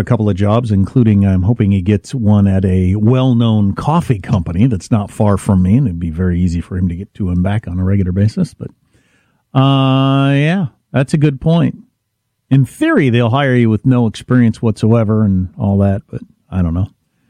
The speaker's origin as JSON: {"language": "English", "country": "United States", "said": "as an American"}